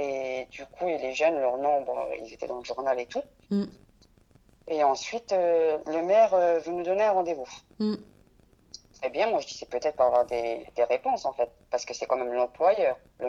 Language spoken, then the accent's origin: French; France; vous savez que les voyageurs, on est français. On est même plus français que certains Français qui vivent en France.